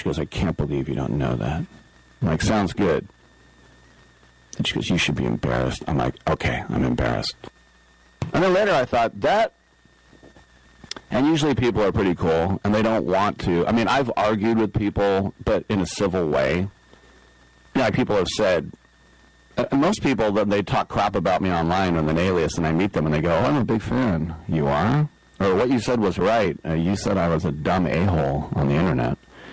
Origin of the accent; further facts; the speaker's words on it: South Dakota, United States; North Dakota? How dare you? I'm from South Dakota.